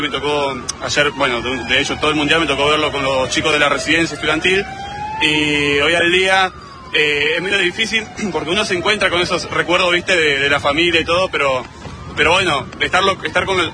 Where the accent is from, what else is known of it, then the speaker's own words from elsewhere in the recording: Neuquén, Argentina; now in Buenos Aires, Argentina; Yo soy de Neuquén, pero vivo acá en Capital por los estudios.